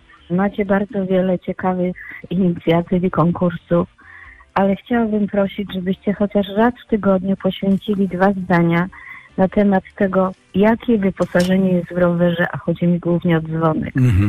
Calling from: Poznań, Greater Poland Voivodeship, Poland; z Poznania.

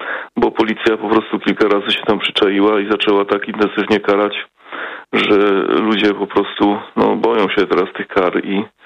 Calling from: Germany; tutaj u nas w Niemczech

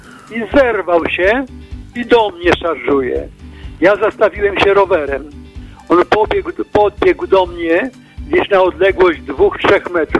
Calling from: Wrocław, Lower Silesian Voivodeship, Poland; Pozdrawiam z Wrocławia

